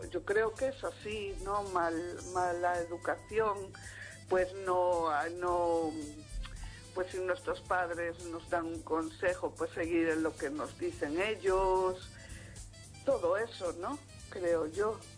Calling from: Vigo, Galicia, Spain

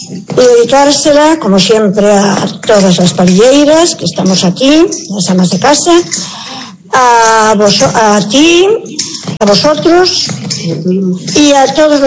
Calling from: Camariñas, Galicia, Spain; Hola, buenas tardes … de Camariñas y os llamo

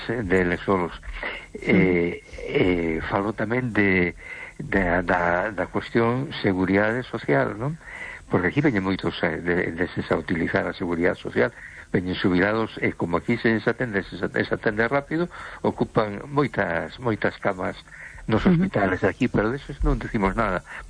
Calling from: A Coruña, Galicia, Spain; Buenas noches … de Coruña, ¿qué tal?

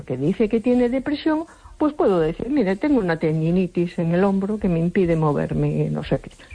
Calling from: A Coruña, Galicia, Spain; de Coruña.

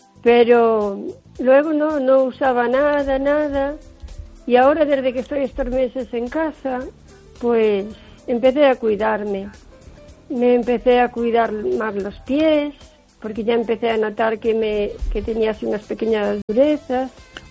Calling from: O Carballiño, Galicia, Spain; Buenas noches. … de Carballiño.

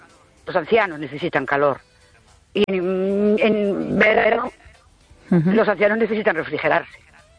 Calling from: Ourense, Galicia, Spain; Buenas noches … de Ourense.

